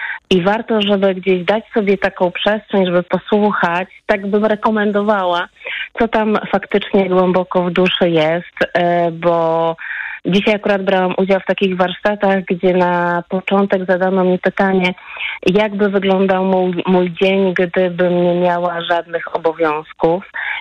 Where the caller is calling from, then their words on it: Gdańsk, Pomeranian Voivodeship, Poland; Ja powiedziałam, że jestem z Gdańska, ale przez chwilę się zawahałam, bo faktycznie dzisiaj przyjechałam do Gdańska.